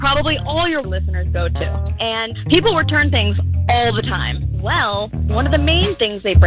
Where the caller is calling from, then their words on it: Fort Lauderdale, Florida, United States; I am calling from Fort Lauderdale.